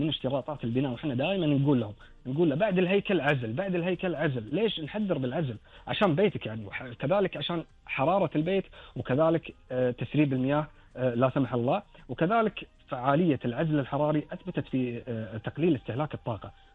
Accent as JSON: {"language": "Arabic", "country": "Kuwait", "said": "اللي عندنا بالكويت"}